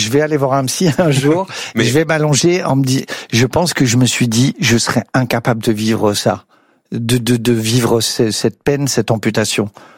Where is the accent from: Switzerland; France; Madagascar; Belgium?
France; eastern France; Je viens d'un milieu modeste, ouvrier, j'ai grandi en HLM dans l'Est de la France